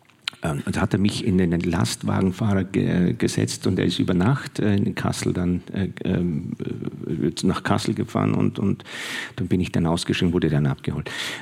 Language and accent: German; Vienna, Austria; Aber ich bin in Wien musikalisch aufgewachsen, das möchte ich schon sagen.